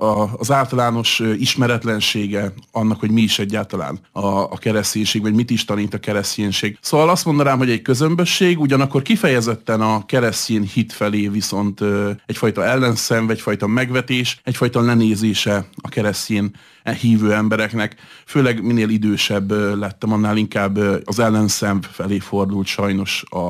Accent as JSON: {"language": "Hungarian", "country": "Hungary", "said": "főleg itt Európában magyarként"}